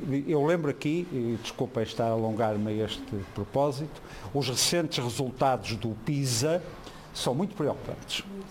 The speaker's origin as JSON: {"language": "Portuguese", "town": "Porto", "region": "Norte", "country": "Portugal", "said": "Eu que sou do Porto, sou também de uma cidade de bairros."}